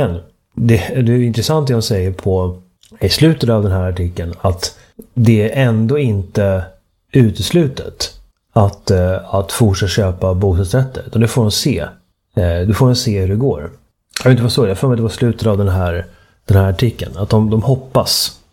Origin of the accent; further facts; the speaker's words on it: Uppsala, Uppsala County, Sweden; Sveriges lantbruksuniversitet, ärvördig institution i min hemstad Uppsala